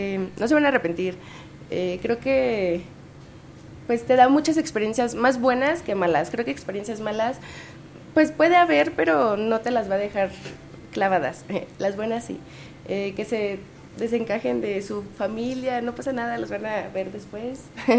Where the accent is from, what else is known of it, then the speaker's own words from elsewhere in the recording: Mexico; moved away as an adult; now in Colombia; para nosotros como mexicanos es barato estar aquí